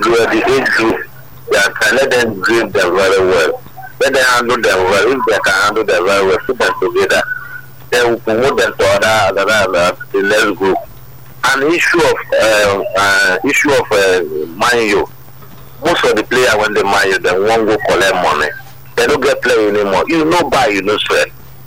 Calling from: Nigeria; I'm calling from Yanakwaja.

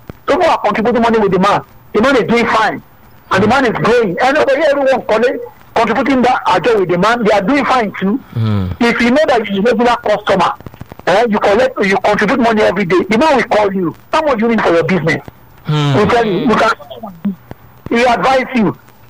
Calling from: Victoria Island, Lagos, Nigeria; I'm coming from Victoria Island

